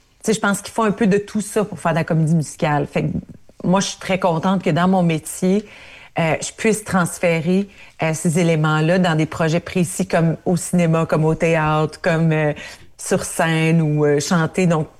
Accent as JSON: {"language": "French", "region": "Ontario", "country": "Canada"}